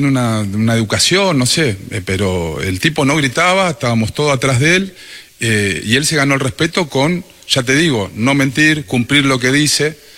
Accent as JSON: {"language": "Spanish", "country": "Argentina"}